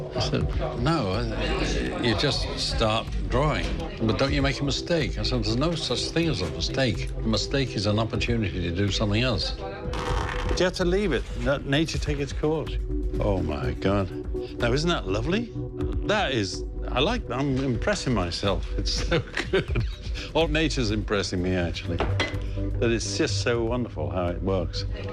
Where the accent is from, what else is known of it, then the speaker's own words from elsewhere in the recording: Wales, United Kingdom; Well, in a way, you know, I was not far from Liverpool.